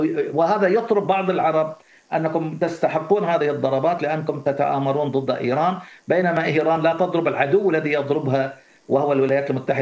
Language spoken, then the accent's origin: Arabic; Kuwait; عندنا في الكويت صار أمس واليوم وأكثر من مرة،